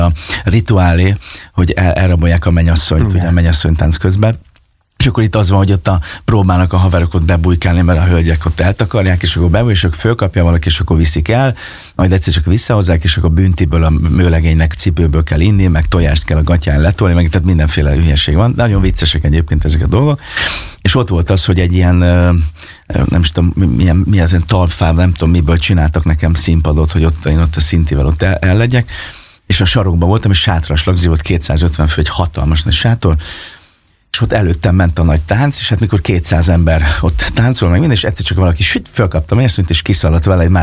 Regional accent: Fényeslitke, Szabolcs-Szatmár-Bereg, Hungary; also born or lived in Kisvárda; Hát ugye én Fényeslétkén nőttem föl, és Kisvárdán születtem, és hát ott a megyében, ahova hívtak

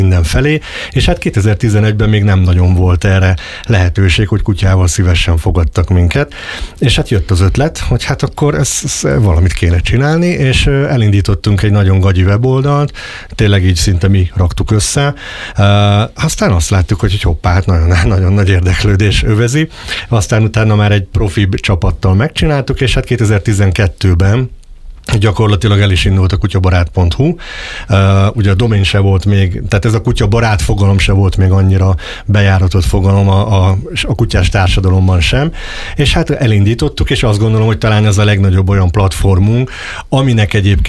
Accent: Balatonkeresztúr, Somogy, Hungary; born there; moved away as an adult; also born or lived in Fonyód / Budapest / Szeged; now in Keszthely, Hungary; ott nőttem fel, 8 éves koromban költöztünk családdal Balaton keresztúra, ahol fejeztem az általános iskolát, majd Fonyódon érettségiztem a gimnáziumba, onnan ugye hát azért az utam Budapest és Szegedre vezetett egyetemre

